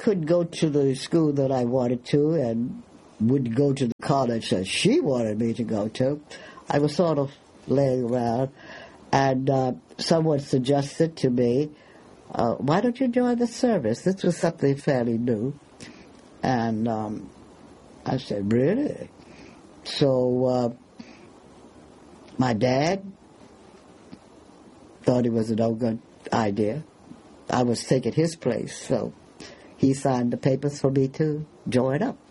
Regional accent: Washington, District of Columbia, United States; I was born in Washington, D.C., raised in Washington, D.C. And that's about the size of it.

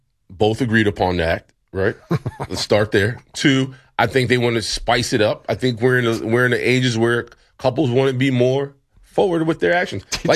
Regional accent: New York, United States; We're all from New York.

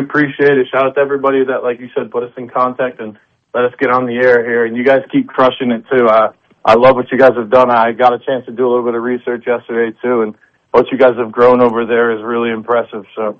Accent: Ohio, United States; I'm from the Midwest. I'm from Northeast Ohio.

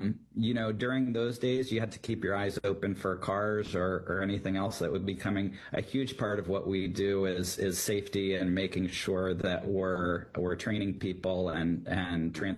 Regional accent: Los Angeles, California, United States; Yeah, I grew up in Los Angeles. I am the youngest of three.

